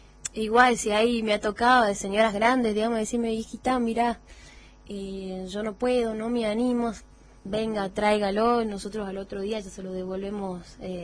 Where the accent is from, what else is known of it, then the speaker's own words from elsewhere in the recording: Jujuy, Argentina; yo soy jujeña también acá